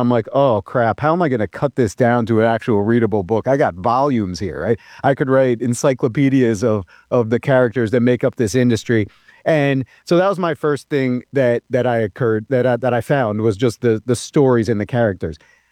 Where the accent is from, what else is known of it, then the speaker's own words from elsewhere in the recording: New York, United States; I grew up in New York.